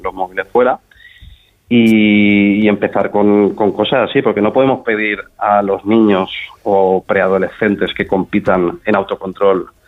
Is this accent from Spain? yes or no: yes; Valencia, Valencian Community, Spain